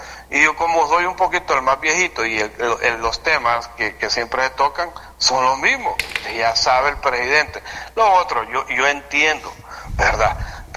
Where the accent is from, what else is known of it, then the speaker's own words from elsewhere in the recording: Siguatepeque, Comayagua, Honduras; yo soy de Siguatepeque